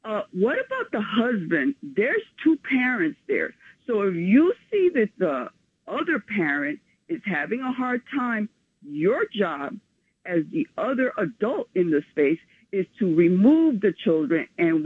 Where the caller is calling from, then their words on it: New York, United States; from Central Harlem.